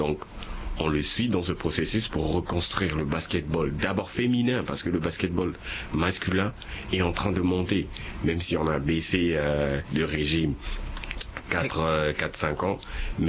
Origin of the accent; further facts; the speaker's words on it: Comoros; Comme vous voyez, j'ai un t-shirt mini basket, je viens du Comore.